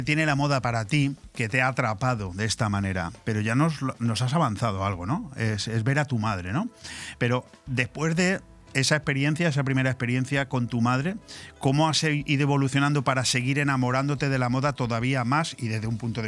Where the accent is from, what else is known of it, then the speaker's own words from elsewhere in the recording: Spain; yo soy español, me defiendo bien en España